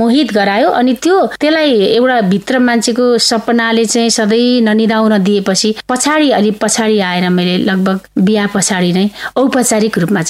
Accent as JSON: {"language": "Nepali", "area": "Dhankuta District", "region": "Koshi Province", "country": "Nepal", "tie": "born or raised there", "said": "म जन्मिएको जिल्ला धनकुटा जिल्लाको पेरिफेरीमा मैले बालापनमा बिताएका अनुभूतिहरूलाई"}